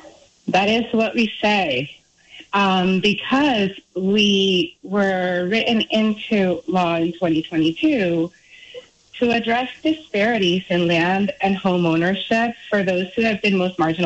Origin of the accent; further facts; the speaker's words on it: Silver Spring, Maryland, United States; moved away as an adult; now in Vermont, United States; I moved to Vermont about 25 years ago. I came here from the Washington, D.C. area, from Silver Spring, Maryland, and came here to go to college.